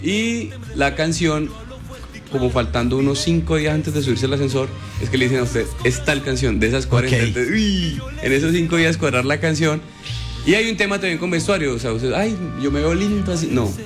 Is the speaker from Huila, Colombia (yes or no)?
yes; Rivera, Huila, Colombia; also born or lived in San Vicente del Caguán, Caquetá; Y pues yo nací en San Vicente y prácticamente me crié en Rivera.